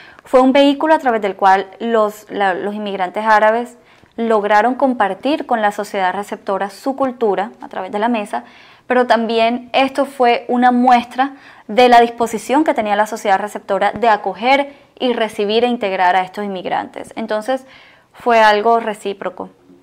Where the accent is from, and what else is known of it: Barranquilla, Atlántico, Colombia